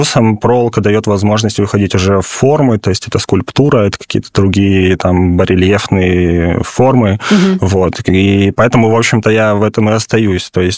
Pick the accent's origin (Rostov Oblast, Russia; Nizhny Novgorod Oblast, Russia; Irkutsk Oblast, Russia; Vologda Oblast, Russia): Irkutsk Oblast, Russia; так как я из Иркутской области, это вокруг кочевые народы, и их дом — это как раз-таки ковры.